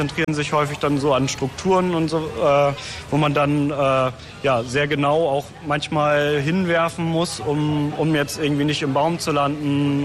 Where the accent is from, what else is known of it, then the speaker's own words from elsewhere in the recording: Göttingen, Lower Saxony, Germany; ich komme jetzt aus Göttingen.